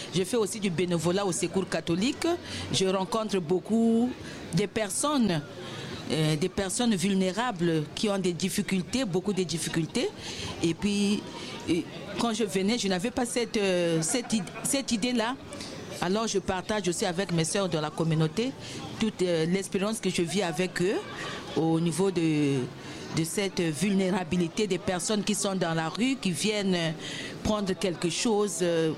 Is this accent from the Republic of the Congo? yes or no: yes; Republic of the Congo; moved away as an adult; now in Amiens, France; je suis religieuse, je me présente aussi, je viens du Congo Brazzaville.